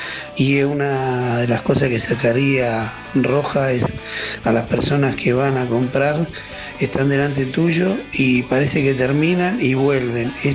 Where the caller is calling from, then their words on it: Buenos Aires, Argentina; del barrio Saavedra.